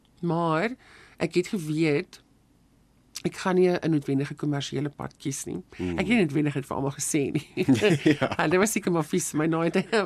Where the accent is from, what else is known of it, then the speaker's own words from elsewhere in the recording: Western Cape, South Africa; ek het groot geword in die Overberg in die Weskaap in Suid-Afrika.